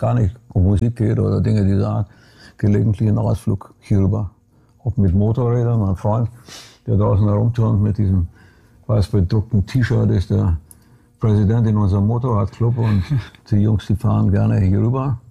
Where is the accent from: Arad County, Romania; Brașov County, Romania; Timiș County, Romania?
Brașov County, Romania; Brașov; moved away; Ich bin geboren in Kronstadt in Rumänien im Karpatenbogen. Und das ist vielleicht nicht ganz so hoch, aber auch gebirgig. Karpaten sind auch wunderschön. Und ich nehme an, dass so meine Kindheit und die Zeit, die wir da unten gelebt haben, das einem so hinterlassen hat.